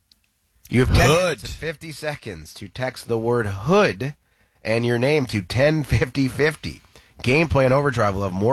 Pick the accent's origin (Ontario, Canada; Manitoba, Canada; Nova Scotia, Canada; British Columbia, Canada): Ontario, Canada; Thornhill; I didn't grow up in Markham. I grew up in Thornhill, but not far from Markham.